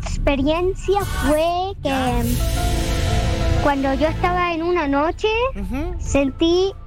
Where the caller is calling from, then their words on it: Iquique, Tarapacá, Chile; De Iquique.